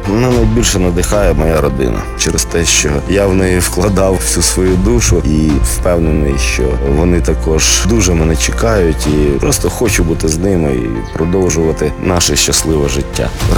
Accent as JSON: {"language": "Ukrainian", "town": "Lubny", "region": "Poltava Oblast", "country": "Ukraine", "tie": "born or raised there", "moved": "yes", "lives_now": "Vasylkiv, Ukraine", "said": "Проживаю я в місті Васильків, родом я з Полтавщини, місто Лубни."}